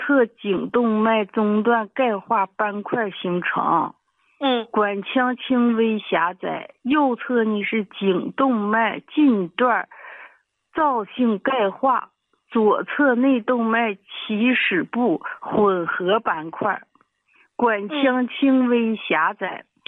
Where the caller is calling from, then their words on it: Heilongjiang, China; 啊，我是黑龙江的一个新听众